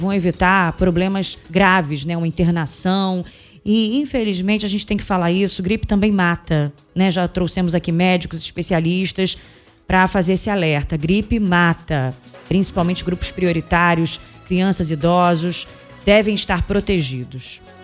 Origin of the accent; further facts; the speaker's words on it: Niterói, Rio de Janeiro, Brazil; no posto de Niterói, lá na Ponta da Areia. Um abraço para os ouvintes e amigos desse bairro onde eu cresci.